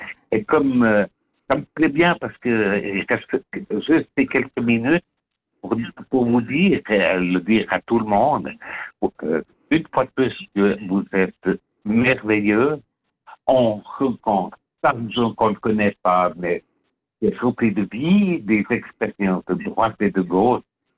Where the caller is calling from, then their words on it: Yverdon-les-Bains, Vaud, Switzerland; Alors j'appelle Diverdon.